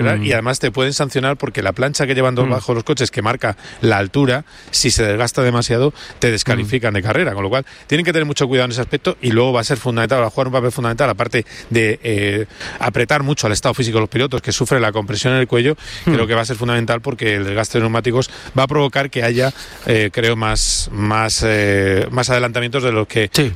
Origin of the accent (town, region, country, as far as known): Madrid, Community of Madrid, Spain